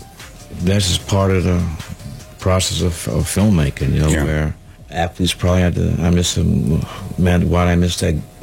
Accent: New York City, New York, United States; I'm from Brooklyn.

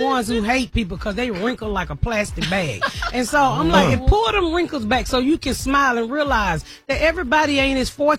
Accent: Atlanta, Georgia, United States; even people know that when I'm from Atlanta, people know when I sold drugs

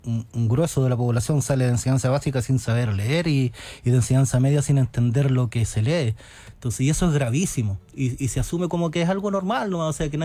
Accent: Chile; nos acordamos de que somos chilenos

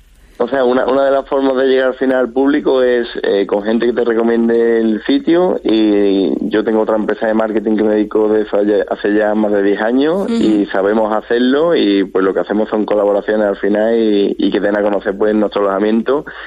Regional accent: Archidona, Andalusia, Spain; born there; also born or lived in Seville; yo he pasado parte de mi infancia ahí, me enamora esa tierra, la gente de esa tierra, el campo, la naturaleza, y cada vez que yo estoy combinando entre Sevilla y Málaga, porque también pues nací en Sevilla

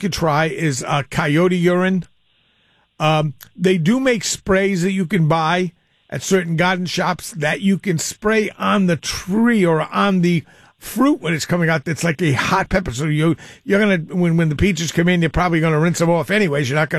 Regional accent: East Providence, Rhode Island, United States; My hometown of East Providence seems to be a hotbed of it.

